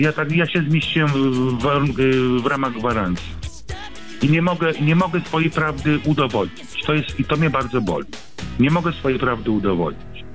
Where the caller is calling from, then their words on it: Grudziądz, Kuyavian-Pomeranian Voivodeship, Poland; Ja z Grudziądza jestem.